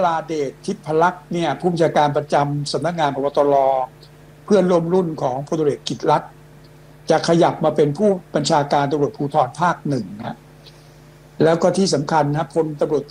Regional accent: Surin, Thailand; accent: Surin; าเขาหาว่าผมเป็นเขมรผมก็บอกผมเป็นคนไทยเลยแต่พูดสำเนียง

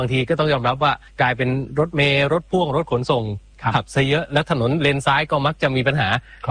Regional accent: Songkhla, Thailand; ผมเนี่ยผมเป็นคนสงขลา

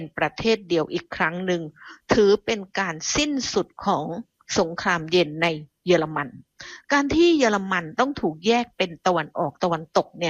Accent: Phuket, Thailand; born there; now in Bangkok, Thailand; เกิดเป็นคนกรุงเทพในเวลานี้แต่จริงอ่ะดิฉันน่ะเกิดจริงดิฉันเกิดถนนดีบุกจังหวัดภูเก็ตเนอะแต่ช่วงนี้ดิฉันอยู่กรุงเทพ

